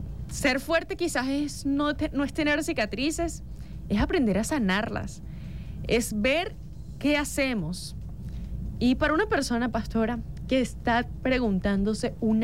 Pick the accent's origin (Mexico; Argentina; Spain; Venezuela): Venezuela; porque hemos demostrado que somos, los venezolanos somos imparables